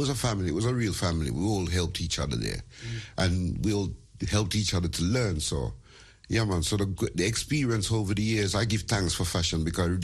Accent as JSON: {"language": "English", "region": "London", "country": "United Kingdom", "said": "because I come from East London"}